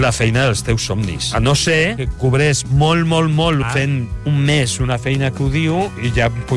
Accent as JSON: {"language": "Catalan", "town": "Igualada", "region": "Catalonia", "country": "Spain", "tie": "born there", "said": "Jo és que vaig néixer a Igualada, que no és precisament l'alegria de la huerta."}